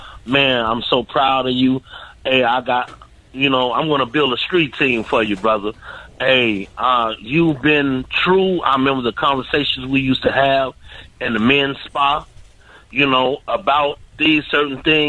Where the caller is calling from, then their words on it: West Coast, United States; I'm from the West Coast.